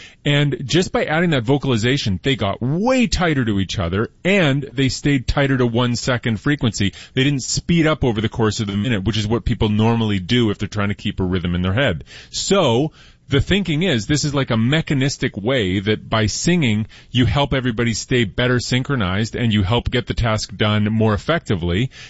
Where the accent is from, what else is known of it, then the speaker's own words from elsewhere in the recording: Edmonton, Alberta, Canada; I'm from Edmonton